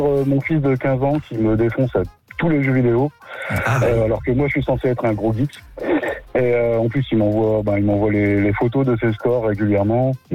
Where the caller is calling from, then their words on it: Caudry, Hauts-de-France, France; Alors, j'habite à Caudry, entre Cambrai et Saint-Quentin.